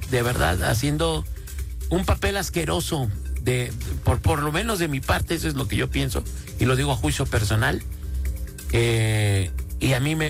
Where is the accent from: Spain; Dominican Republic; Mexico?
Mexico; considero que mi país tiene muchísimas cosas más que exporta